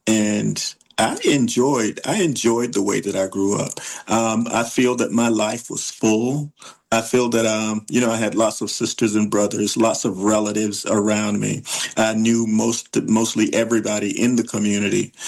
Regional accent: Georgia, United States; But I grew up, I was born in 61.

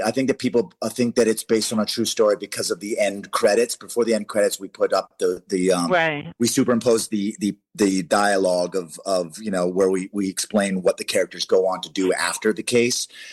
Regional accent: Canada; now in United States; I'm Canadian. I love Canada. Born and raised.

